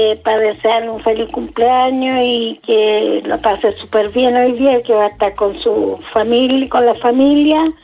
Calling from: Hualpén, Biobío, Chile; Yo estoy llamando acá de Hualpén.

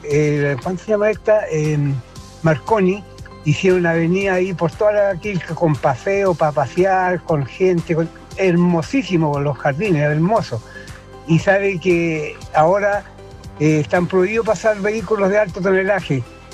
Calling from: Los Ángeles, Biobío, Chile; estoy llamando desde la Villa España, de Parques Nacionales.

